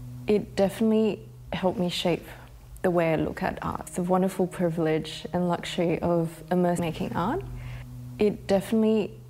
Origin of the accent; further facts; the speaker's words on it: New Zealand; also born or lived in Taiwan; now in Australia; I was born in Taiwan, grew up in New Zealand, and spent most of my life here in Australia.